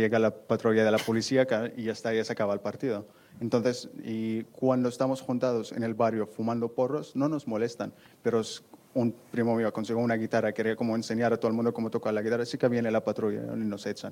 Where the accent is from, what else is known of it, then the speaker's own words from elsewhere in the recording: Western Sahara; ¿de dónde eres? Del Sahara Occidental.